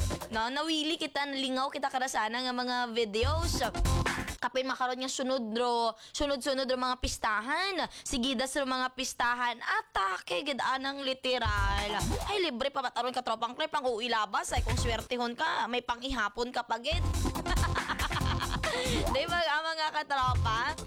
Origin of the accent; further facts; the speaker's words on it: New Busuanga, Mimaropa, Philippines; Ay, sa mga nagakota na di karon, yes, taga New Busuang ako, pero ito kami sa mga yung kabihasnan.